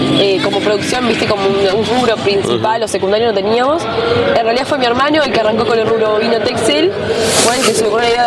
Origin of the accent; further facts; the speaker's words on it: Gaitán, Lavalleja, Uruguay; en realidad somos de Gaitán La Valleja.